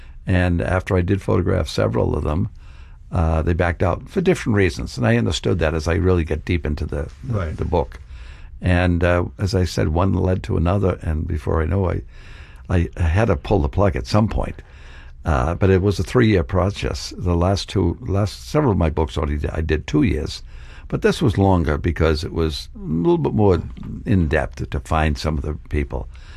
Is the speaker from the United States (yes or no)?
yes; Boston, Massachusetts, United States; they're neighbors of mine in Dorchester, so we come from the same cloth.